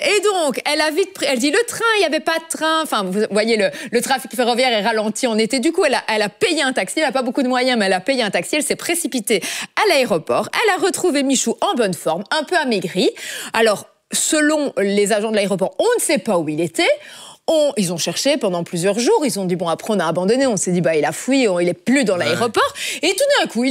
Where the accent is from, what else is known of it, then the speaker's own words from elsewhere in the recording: Brussels, Belgium; Et on est chez nous, à Bruxelles, puisqu'on est à l'aéroport, Bruxelles Airport.